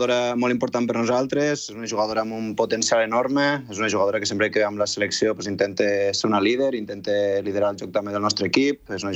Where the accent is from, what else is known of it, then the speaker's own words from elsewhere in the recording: Gandesa, Catalonia, Spain; segueixo vivint aquí a Catalunya, segueixo vivint a Gandesa, el meu poble natal